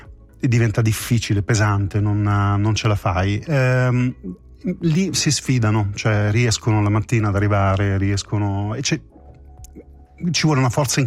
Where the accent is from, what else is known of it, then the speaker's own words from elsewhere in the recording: Apulia, Italy; born there; Io però sono nato in Puglia